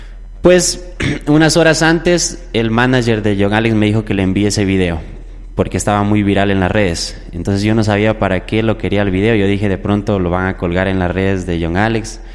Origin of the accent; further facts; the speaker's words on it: Loja, Ecuador; viajé muchas horas desde Loja, Ecuador, porque yo soy del sur de Ecuador, que eso ya limita con Perú.